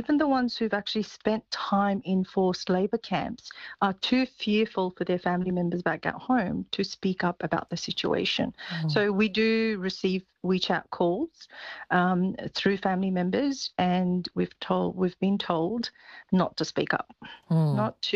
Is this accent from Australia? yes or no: yes; Australia; from my perspective as an Australian citizen, I think I will be prevented from travelling to certain regions across the world